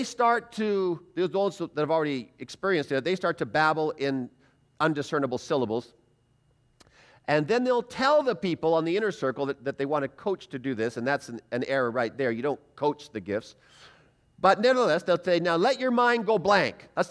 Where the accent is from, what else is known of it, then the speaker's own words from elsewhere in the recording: British Columbia, Canada; I grew up outside of Vancouver, British Columbia